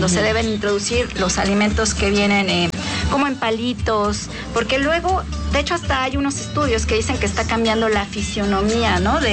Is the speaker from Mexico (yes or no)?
yes; Mexico; nosotros como mexicanos